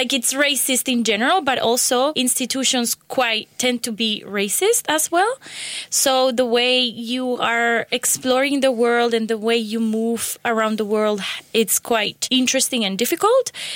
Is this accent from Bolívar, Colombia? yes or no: no; Granada, Meta, Colombia; French is a second language; moved away as an adult; now in Canada; Je viens de la Colombie. Originalement, je viens de Granada Meta. Small village à Colombie, mais je m'excuse parce que je suis en train d'apprendre français.